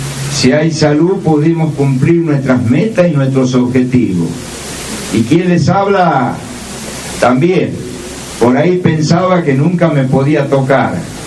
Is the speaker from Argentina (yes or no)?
yes; Tucumán, Argentina